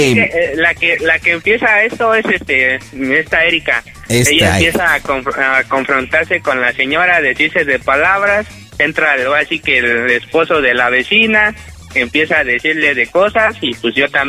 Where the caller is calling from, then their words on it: Temascalapa, State of Mexico, Mexico; Estamos en el municipio de Temascalapa, Estado de México, aquí en las orillas de Hidalgo